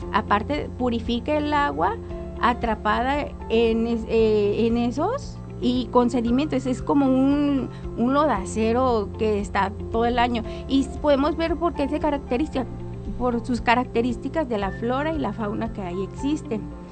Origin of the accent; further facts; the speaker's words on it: Tepic, Nayarit, Mexico; Yo pues aquí crecí en Tepic, aquí estuve aquí en la primaria, y vivo cerquitas de un punto donde crecen juncos.